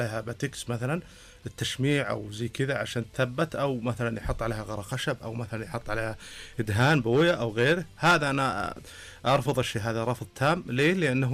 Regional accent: Al-Ajaja, Ha'il Province, Saudi Arabia; لكن يعني احنا في قرية. طبعا انا للمعلومية هني انا من مواليد قرية العجاجة تابع لمنطقة حائل

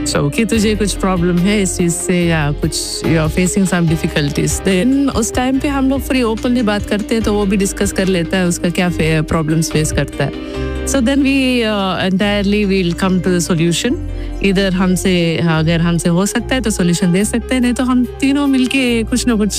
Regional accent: Mangalore, Karnataka, India; मैं मैंगलोर से हूँ

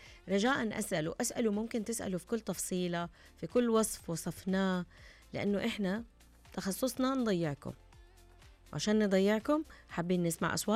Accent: Mecca, Makkah Province, Saudi Arabia; طيب عبير، الله بنت مكة، انا كمان بنت مكة

